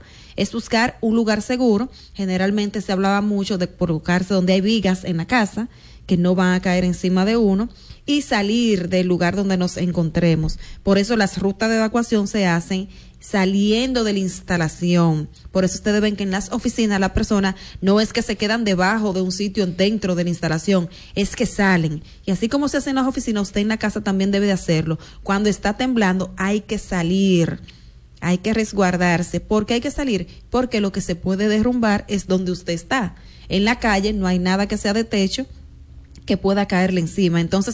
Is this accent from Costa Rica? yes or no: no; Dominican Republic